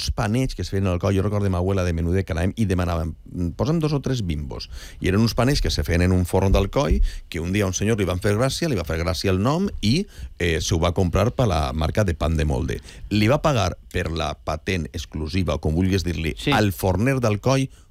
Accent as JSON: {"language": "Catalan", "town": "Alcoy", "region": "Valencian Community", "country": "Spain", "said": "sóc alcoià"}